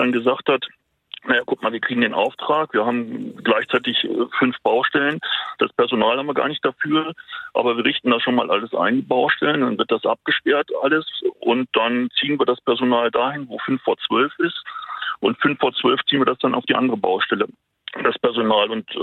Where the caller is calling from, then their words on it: Cologne, North Rhine-Westphalia, Germany; Und ich bin natürlich als Kölner auch betroffen von dieser Bonner Nordbrücke.